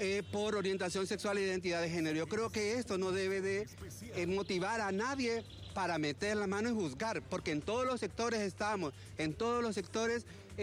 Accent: Honduras; Somos hondureños y hondureñas como todos y cada uno de nosotros

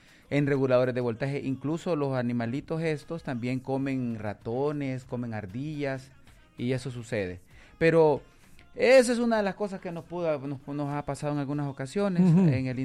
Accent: La Venta del Sur, Francisco Morazán, Honduras; born there; also born or lived in Tegucigalpa; Yo soy oriundo de la Venta del Sur, Francisco Morazán.

